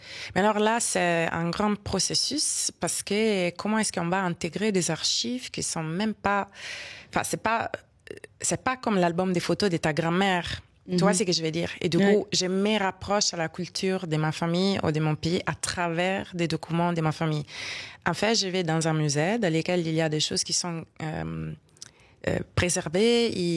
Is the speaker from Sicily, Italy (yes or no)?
no; Rome, Lazio, Italy; French is a second language; moved away; je suis née à Rome et j'ai vécu toute ma vie avec ma famille italienne. J'ai fait mes écoles là-bas, je parle italienne.